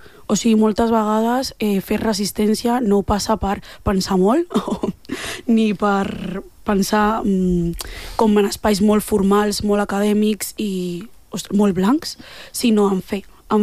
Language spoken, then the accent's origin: Catalan; L'Hospitalet de Llobregat, Catalonia, Spain; com a dones negres d'Hospitalet, que no, que som de Hospi